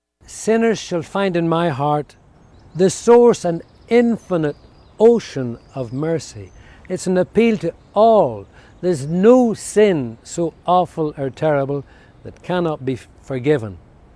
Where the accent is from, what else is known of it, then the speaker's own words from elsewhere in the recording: Ireland; The Father General of the Jesuits spoke in my home country of Ireland last year